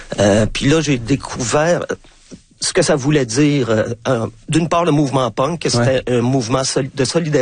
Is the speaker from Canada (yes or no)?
yes; Quebec City, Quebec, Canada; now in Montreal, Canada; Puis aussi, je pense que quand j'ai quitté Québec pour m'installer à Montréal, je quittais ma famille.